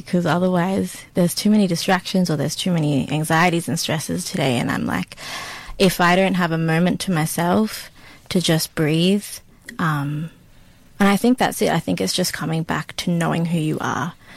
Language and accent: English; New South Wales, Australia; So growing up on Darug country was big important part of who I am and my identity as well, and being in between, I guess, from the mountains to the sea was that's kind of about me, where I'm from